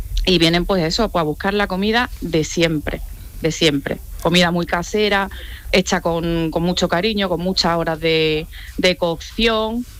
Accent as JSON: {"language": "Spanish", "town": "Barcelona", "region": "Catalonia", "country": "Spain", "said": "Yo vine de Barcelona. Yo aprendí pues todo lo que son las comidas de aquí"}